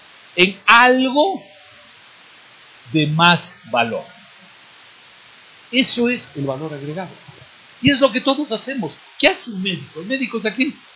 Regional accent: Ecuador

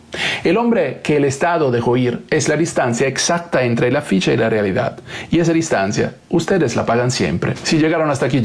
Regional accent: Apulia, Italy; first language Italian; Spanish is a second language; moved away; Yo vengo de Apulia, la vecina de Alaro de Calabria.

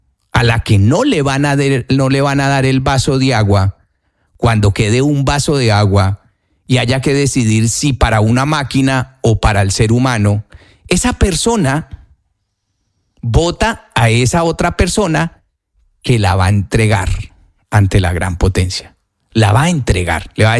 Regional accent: Colombia; somos muy queridos los colombianos

